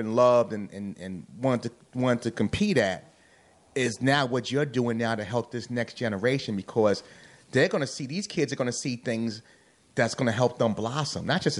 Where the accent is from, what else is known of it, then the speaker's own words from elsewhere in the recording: New York City, New York, United States; I grew up in the Bronx